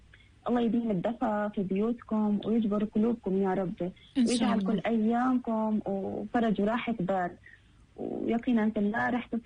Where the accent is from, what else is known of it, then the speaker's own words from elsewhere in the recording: Palestine; عندنا في فلسطين